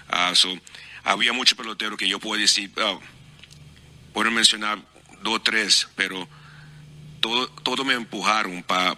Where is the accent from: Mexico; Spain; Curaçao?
Curaçao; born there; Spanish is a second language; moved away; mi mamá es venezolana, crió en Venezuela, mudó a Curazao. Mi papá de Aruba, mudó de Aruba para Curazao y ahí yo nací.